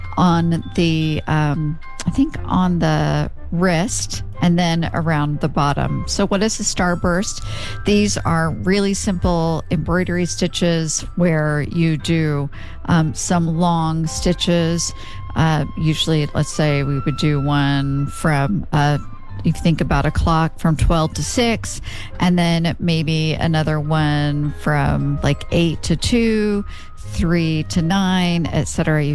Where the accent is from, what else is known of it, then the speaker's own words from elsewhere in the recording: Oklahoma, United States; moved away; growing up in Oklahoma